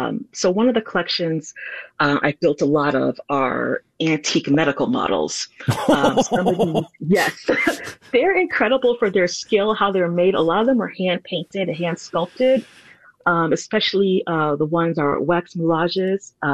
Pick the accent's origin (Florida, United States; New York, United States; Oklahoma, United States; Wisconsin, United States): Wisconsin, United States; Milwaukee; I grew up here in Milwaukee, Wisconsin.